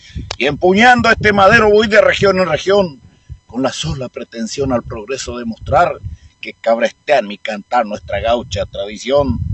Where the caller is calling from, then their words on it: Argentina; Gente linda de mi querida patria argentina